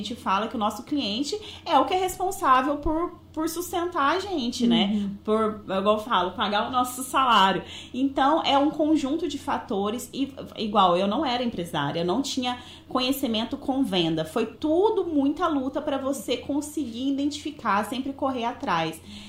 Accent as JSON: {"language": "Portuguese", "region": "Minas Gerais", "country": "Brazil", "said": "eu sou de Minas Gerais"}